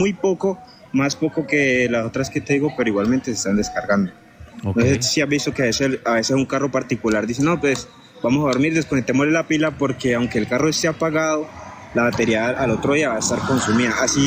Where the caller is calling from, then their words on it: Jamundí, Valle del Cauca, Colombia; yo vivo en Jamundí, pero yo trabajo en Cali.